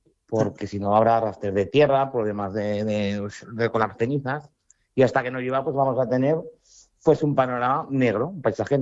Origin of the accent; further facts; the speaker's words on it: Aragon, Spain; somos de un castillo y en el campo pues desde que tengo uso de razón, toda mi vida. O sea, desde crío, mi mamá, con mi abuelo, con mi padre. Y trabajo una cereal de secano y vivimos en un castillo.